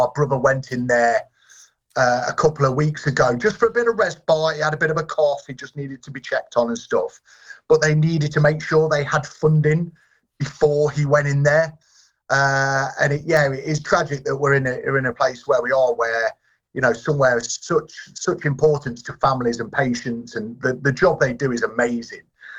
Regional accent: Loughborough, East Midlands, United Kingdom; let's walk from Loughborough, my hometown, to Skegness.

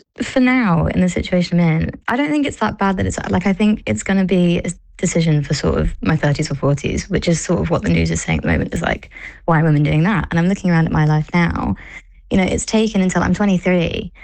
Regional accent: East Midlands, United Kingdom; now in London, United Kingdom; I'm from Lincolnshire. It's a very different environment out there.

